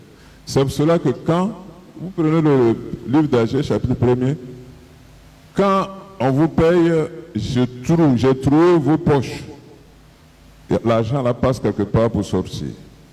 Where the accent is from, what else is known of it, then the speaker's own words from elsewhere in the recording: Jacquesville, Lagunes, Côte d’Ivoire; Je viens de Jacquesville, de la région de Jacquesville, de mon village même.